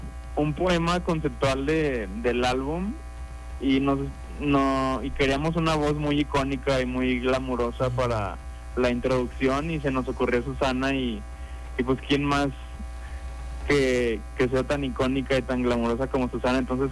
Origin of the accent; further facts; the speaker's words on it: León, Guanajuato, Mexico; now in Mexico City, Mexico; Somos de León, Guanajuato.